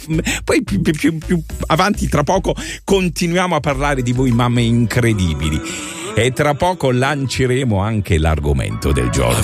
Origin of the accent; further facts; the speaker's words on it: Apulia, Italy; anch'io pugliese 100%, ne andiamo orgogliosi.